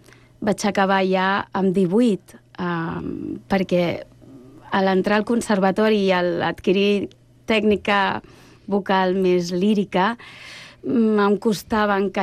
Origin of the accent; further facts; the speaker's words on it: Sant Cugat del Vallès, Catalonia, Spain; also born or lived in Terrassa; vivien aquí, els meus pares van néixer aquí i és la meva infantesa, és les il·lusions i la meva memòria històrica.